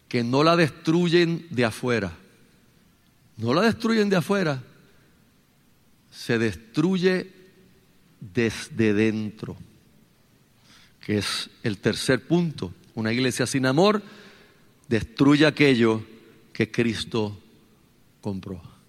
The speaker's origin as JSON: {"language": "Spanish", "town": "Carolina", "country": "Puerto Rico", "tie": "born or raised there", "said": "cuando yo me crié en Carolina"}